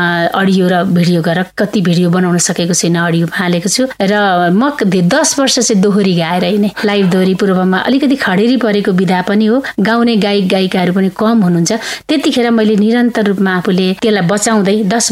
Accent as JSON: {"language": "Nepali", "area": "Dhankuta District", "region": "Koshi Province", "country": "Nepal", "tie": "born or raised there", "said": "म जन्मिएको जिल्ला धनकुटा जिल्लाको पेरिफेरीमा मैले बालापनमा बिताएका अनुभूतिहरूलाई"}